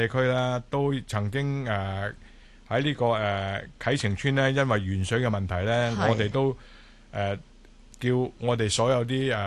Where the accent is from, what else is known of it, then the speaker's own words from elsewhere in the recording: Chaozhou, Guangdong, China; 有啲创意继续发扬我哋潮州人嘅文化咁嘅意思